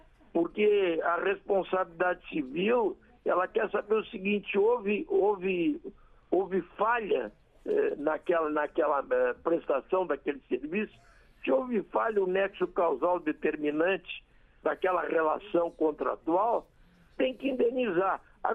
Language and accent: Portuguese; Passo Fundo, Rio Grande do Sul, Brazil; born there; now in Porto Alegre, Brazil; eu estou aqui no Rio Grande do Sul, em Porto Alegre, vamos dizer, convida para viajar aqui no interior, onde eu nasci, na cidade de Passo Fundo